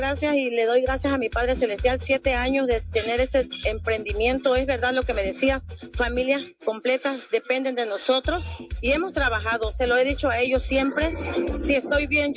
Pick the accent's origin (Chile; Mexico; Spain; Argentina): Mexico; Pichucalco, Chiapas; vive, me formé y de aquí soy, orgullosamente de Pichucalco.